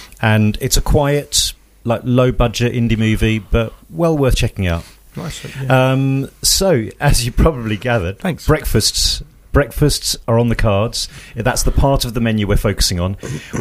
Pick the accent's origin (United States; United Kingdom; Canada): United Kingdom; as somebody growing up in Britain with my like bowl of Kellogg's cornflakes